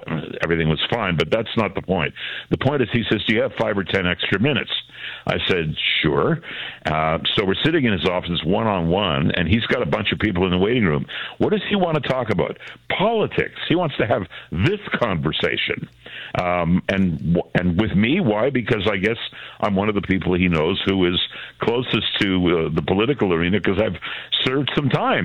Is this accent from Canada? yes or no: yes; Canada; That grieves me as a Canadian.